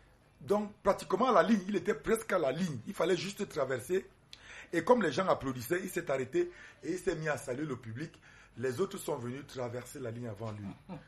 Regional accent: Cameroon; Monsieur Niam au Cameroun, je suis Camerounais.

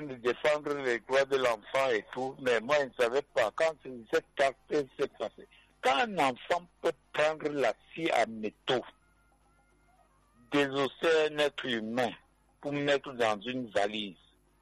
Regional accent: Douala, Littoral, Cameroon; Depuis Bonadi, bon. Moi, je suis un enfant de Bonadi, bon.

